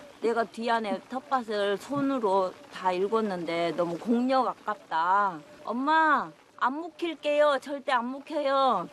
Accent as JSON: {"language": "Korean", "country": "South Korea", "tie": "born or raised there", "said": "제가 여기서 태어났고 자랐고 시집 갔다가 다시 되돌아왔어요."}